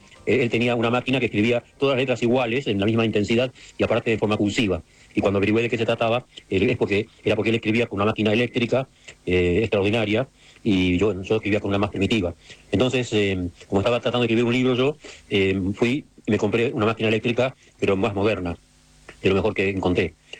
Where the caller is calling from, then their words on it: Adrogué, Buenos Aires Province, Argentina; llamo desde Adrogué.